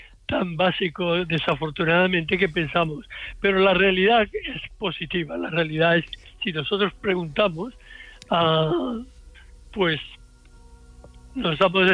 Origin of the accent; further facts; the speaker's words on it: Seville, Andalusia, Spain; born there; No, yo nací en Sevilla y mi madre era del norte de Santander.